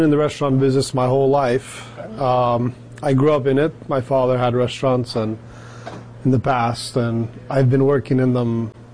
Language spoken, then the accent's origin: English; Texas, United States; also born or lived in New York; I myself was born in New York. And we grew up in Texas and been there my whole life.